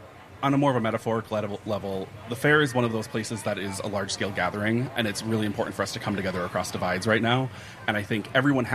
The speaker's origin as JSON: {"language": "English", "region": "Minnesota", "country": "United States", "said": "and especially with the context of being Minnesotan"}